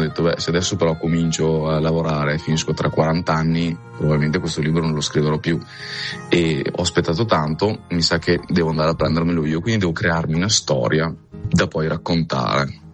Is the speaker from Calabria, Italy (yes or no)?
no; Veneto, Italy; accent: Venetian; sono veneto come avrete capito dall'accento